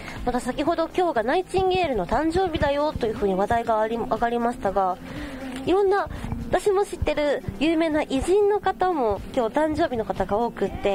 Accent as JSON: {"language": "Japanese", "region": "Aichi", "country": "Japan", "tie": "born or raised there", "said": "私も愛知県出身なので"}